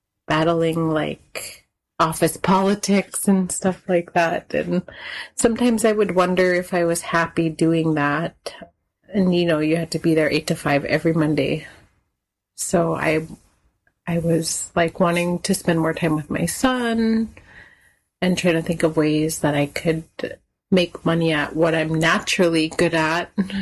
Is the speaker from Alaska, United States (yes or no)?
yes; Kotzebue, Alaska, United States; now in Anchorage, United States; My family comes from Hooper Bay, but I grew up in Kotzebue and graduated high school in 2003. Hooper Bay is in the southwest Yupik region of Alaska, so I am Yupik, but I did grow up in Inupiaq territory